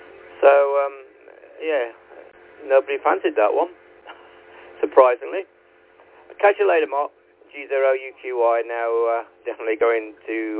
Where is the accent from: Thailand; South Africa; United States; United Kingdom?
United Kingdom; Heathcote, East Midlands; also born or lived in Ashbourne; now in West Sussex, United Kingdom; we're going up to Derbyshire, to my home sort of location. I was born in Ashbourne. I was brought up in a little hamlet called Heathcote and went to school in Hartington.